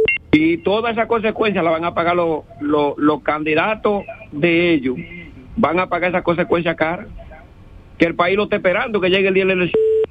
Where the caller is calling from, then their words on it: Azua, Dominican Republic; desde Asua.